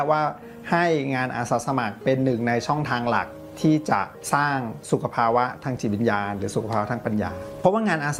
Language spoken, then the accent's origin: Thai; Bangkok, Thailand; เป็นเด็กกรุงเทพครับเกิดและโตที่กรุงเทพที่บ้านเนี่ยให้ความสำคัญกับการเรียนมาก